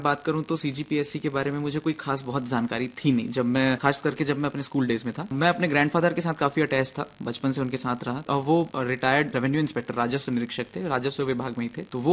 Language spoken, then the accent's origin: Hindi; Janjgir-Champa district, Chhattisgarh, India; also born or lived in Bilaspur; मैं जांजगीर चांपा जिले के तहसील सारा गांव का निवासी हूं। मैंने अपनी स्कूली जो पढ़ाई है वो जांजगीर चांपा जिले के मैंने पूरी की।